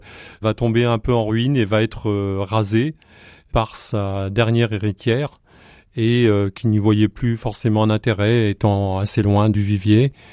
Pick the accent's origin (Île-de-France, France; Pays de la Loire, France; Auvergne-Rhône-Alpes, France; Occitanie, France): Pays de la Loire, France; Saint-Côme-en-Vairais; also born or lived in La Ferté-Bernard; mon pays natal, c'est Saint-Côme en Véret. Et je suis né à La Ferté-Bernard aussi en même temps, mais on est vraiment, toute ma famille, issue du Véret.